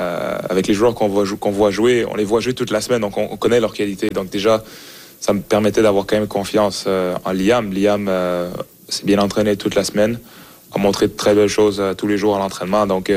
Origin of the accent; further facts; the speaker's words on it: L'Ancienne-Lorette, Quebec, Canada; je suis de l'Ancienne Lorette, j'ai grandi à l'Ancienne Lorette.